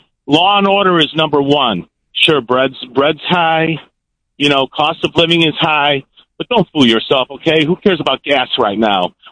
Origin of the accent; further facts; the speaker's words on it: Calumet Park, Illinois, United States; I grew up in Calumet Park, and I saw that burn down. And my family was Democrat, and we were raised and born Democrats our whole life.